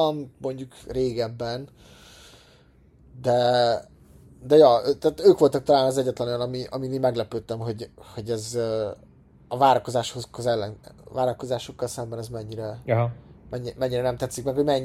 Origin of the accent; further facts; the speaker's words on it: Hungary; mert mi meg magyarok vagyunk